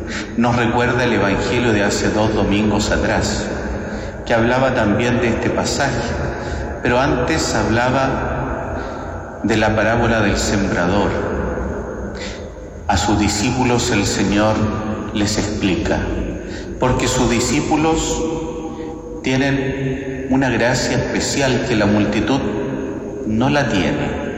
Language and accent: Spanish; Chile; Los demás somos de aquí de Chile, a lo más europeos del barrio Seminario nomás.